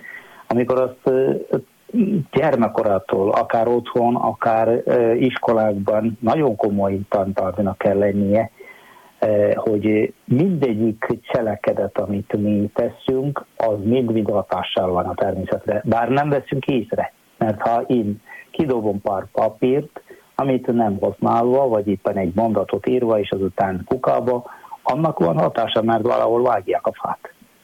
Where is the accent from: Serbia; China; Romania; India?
India; South India; Hungarian is a second language; moved away as an adult; now in Hungary; egyébként Dél-Indiából származom, már 23 éve vagyok itt, 24. évben vagyok.